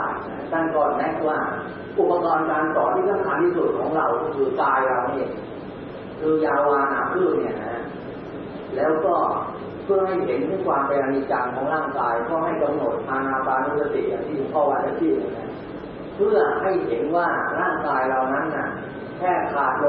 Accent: Suphan Buri, Thailand; ผมเป็นลูกศิษย์วัดมาที่6ปีบ้านผมอยู่สุพรรณพ่อมาฝากวัดไว้ที่วัดเป็นจ่าที่6ปี

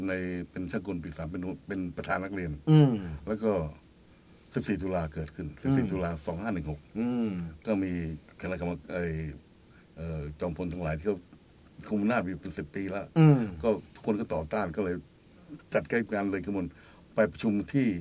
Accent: Bangkok, Thailand; born there; ผมเกิดที่กรุงเทพนี่แหละ

